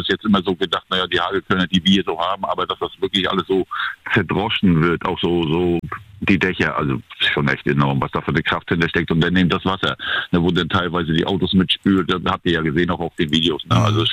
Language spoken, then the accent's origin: German; Zarrentin, Mecklenburg-Vorpommern, Germany; Ich selber bin ja aus Zarrentin nicht rausgekommen. Ich bin ja Zarrentiner